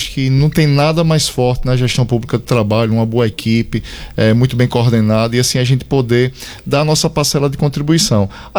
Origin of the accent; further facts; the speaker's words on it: Cardoso, Sergipe, Brazil; now in Lavandeira, Brazil; Olha, eu sou do Cardoso, Bita, mas moro na Lavandeira.